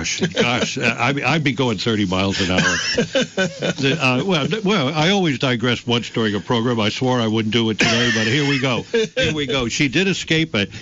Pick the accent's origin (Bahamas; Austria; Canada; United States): United States; New York City, New York; I'm from the Bronx